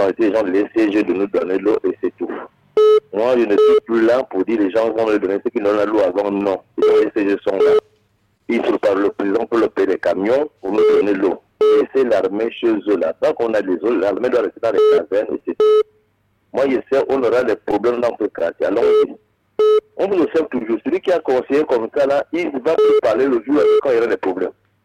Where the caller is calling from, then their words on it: Gabon; je suis au Gabon. Aujourd'hui, j'ai 55 ans, je suis au Gabon.